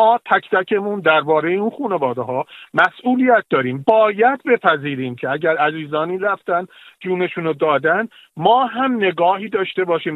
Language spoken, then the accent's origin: Persian; Ardabil, Ardabil Province, Iran; منم اهل اردبیل هستم،